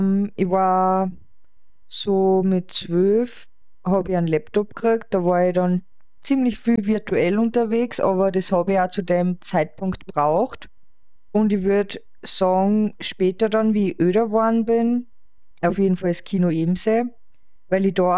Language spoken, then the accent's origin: German; Austria